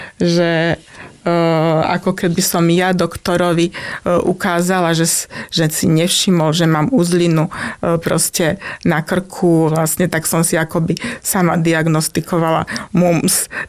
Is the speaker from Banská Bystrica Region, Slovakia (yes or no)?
yes; Môťová, Banská Bystrica Region, Slovakia; Predovšetkým Môťová bola akoby dedina, čiže som dievča z dediny. Blízko som mala školu.